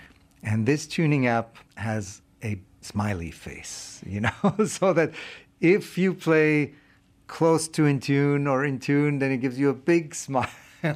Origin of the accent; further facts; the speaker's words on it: Israel; And so growing up in Israel, you know, once a week you would see my dad on TV